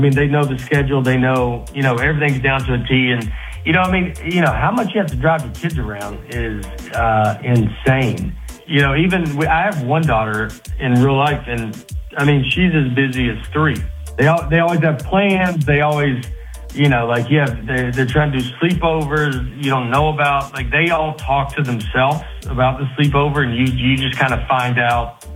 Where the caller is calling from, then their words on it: Nashville, Tennessee, United States; I'm in Nashville.